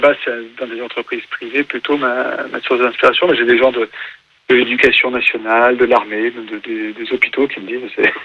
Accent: Lyon, Auvergne-Rhône-Alpes, France; now in Burgundy, France; J'ai 48 ans. J'habite pas du tout vers Angers ou même dans l'Ouest. Moi, je suis lyonnais d'origine et j'habite en Bourgogne aujourd'hui.

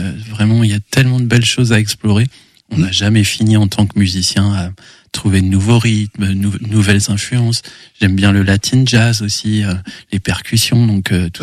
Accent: Angers, Pays de la Loire, France; Oui, je viens de Saumur-Angers, ouais.

